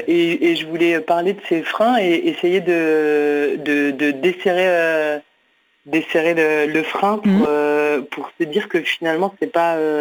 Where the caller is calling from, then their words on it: Île-de-France, France; J'appelle de chez moi, juste à côté de Paris, j'habite.